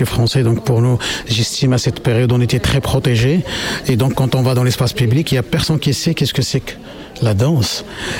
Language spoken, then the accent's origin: French; Morocco; Moi, je suis marocain.